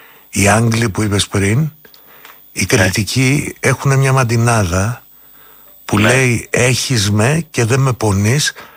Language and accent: Greek; Athens, Attica, Greece; born there; also born or lived in Chania, Crete; Είμαι, ναι, δηλαδή η πατρίδα μου είναι η Οδός Πατησίων, αλλά η ιδιαίτερη πατρίδα μου είναι τα Χανιά, ναι. Εγώ στην Οδό Πατησίων γεννήθηκα.